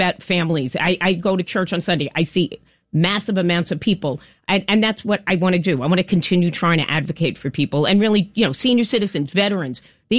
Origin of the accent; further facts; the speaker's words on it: New York City, New York, United States; And believe me, I grew up in Middle Village, Queens. I love the city.